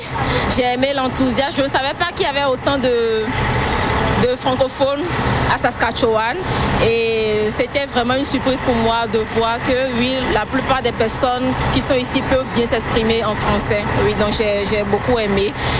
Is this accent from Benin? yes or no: yes; Benin; je viens du Bénin.